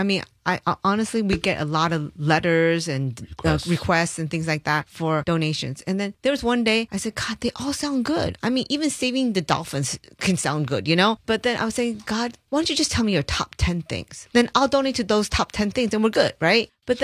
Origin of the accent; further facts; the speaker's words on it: New York, United States; born there; I was born in New York